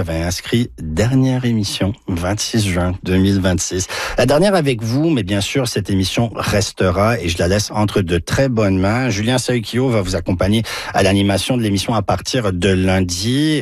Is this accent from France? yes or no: no; Toronto, Ontario, Canada; quand j'étais petit en grandissant en français à Toronto.